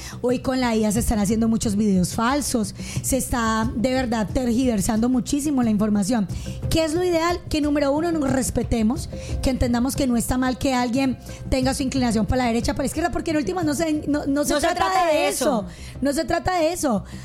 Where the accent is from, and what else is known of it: Colombia